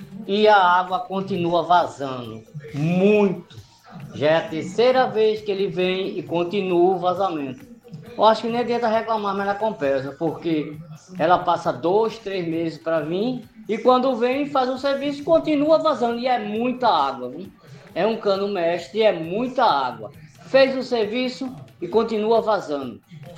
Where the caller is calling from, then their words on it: Pernambuco, Brazil; da rua Nerópolis. Eu moro perto da rua Monte Pavão.